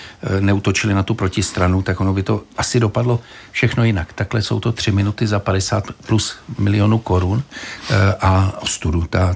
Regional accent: Prague, Czechia; já tím, že jsem z Prahy 10, tak jsem si vybíral mezi Bohemkou a Slávií samozřejmě, protože jsou dva stadiony, které a dva kluby, které tam máme.

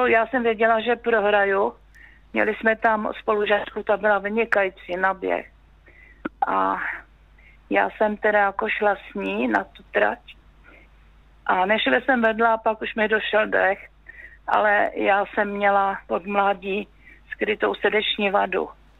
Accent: Horní Slavkov, Karlovy Vary Region, Czechia; also born or lived in Ostrava; Jsem se narodila sice v Ostravě, vyrostla jsem v západních Čechách, v Horním Slavkově, ale pak jsme se přestěhovali na malou vesničku.

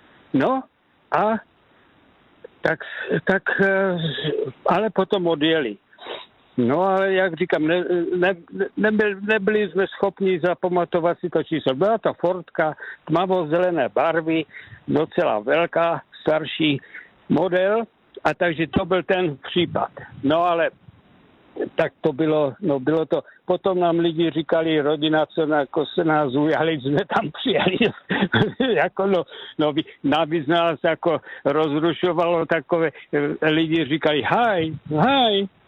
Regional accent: Prague, Czechia; now in Canada; Takže v roce 80. roku v srpnu jsme se vystěhovali z Prahy, jsme odletěli do Kanady, Lethbridge, blízko Calgara, 300 kilometrů od Calgar.

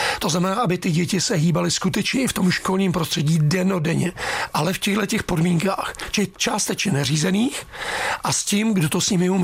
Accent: Příbram, Central Bohemian Region, Czechia; já jsem Příbramák, jsem z Brd

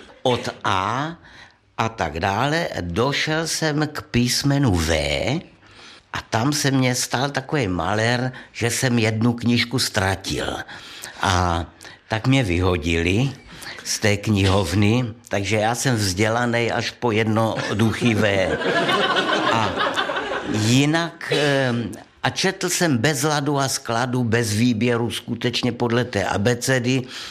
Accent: Brno, South Moravian Region, Czechia; moved away as an adult; now in Prague, Czechia; Protože já pocházím z Brna, že jo, strávil jsem tam 54 let života. Pak jsem se přestěhoval do Prahy

